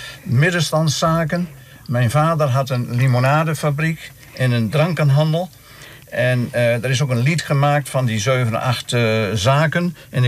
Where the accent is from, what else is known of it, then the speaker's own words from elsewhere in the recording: Zuidbroek, Groningen, Netherlands; moved away; also born or lived in Sappemeer; Ja, ik ben dus geboren in Sappemeer. In het aangrenzende gemeente Zuidbroek ben ik opgegroeid.